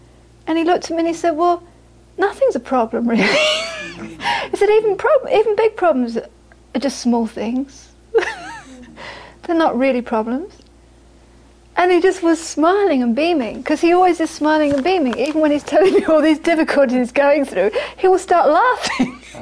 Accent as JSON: {"language": "English", "country": "India", "said": "because I'm coming from India"}